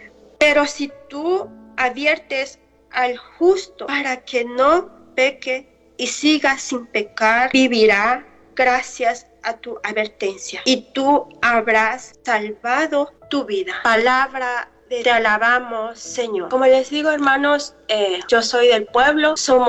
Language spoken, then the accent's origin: Spanish; Guerrero, Mexico; first language Mixtec; Spanish is a second language; now in Arkansas, United States; Yo soy de aquí, de la comunidad de Arkansas, pero yo vengo de México, Guerrero. Vengo de un pueblito llamado Xitomacla. Decía que el pueblo de Tomatillo en español.